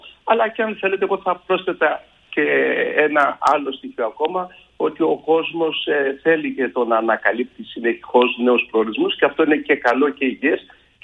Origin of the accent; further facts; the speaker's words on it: Greece; την οποία και εμείς ως Έλληνες, ως ελληνικά νοικοκυριά